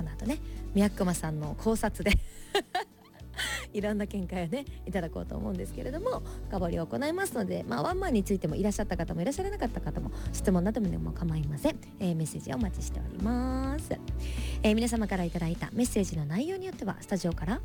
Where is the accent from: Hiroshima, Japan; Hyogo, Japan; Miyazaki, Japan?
Miyazaki, Japan; Hyuga; moved away; 私の地元宮崎県日向市